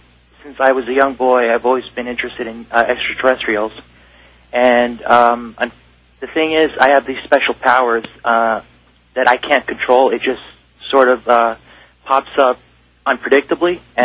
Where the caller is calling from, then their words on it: New Jersey, United States; I'm in northern New Jersey.